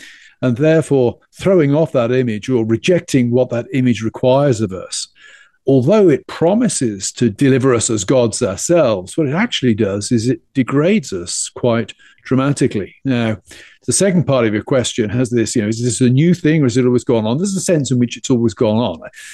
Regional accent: South West England, United Kingdom; My background is I grew up in England, the West Country of England, over in Gloucestershire.

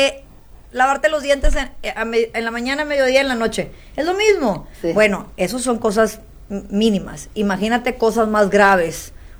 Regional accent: Mexico; also born or lived in Waco, Texas; Yo soy chaparrita, mexicana, voluptuosita, y de pierna corta

